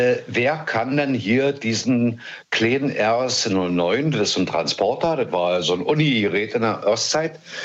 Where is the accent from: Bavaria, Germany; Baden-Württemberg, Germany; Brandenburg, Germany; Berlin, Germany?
Brandenburg, Germany; Blankenfelde-Mahlow; Blankenfelde Malo.